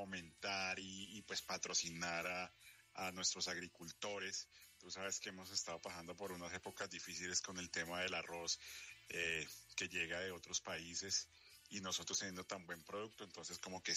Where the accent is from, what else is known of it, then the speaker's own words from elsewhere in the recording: Colombia; lo que nosotros buscamos como país colombiano